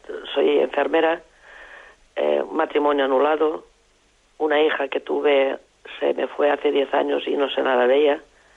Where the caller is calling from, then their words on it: Valencia, Valencian Community, Spain; llamo desde Valencia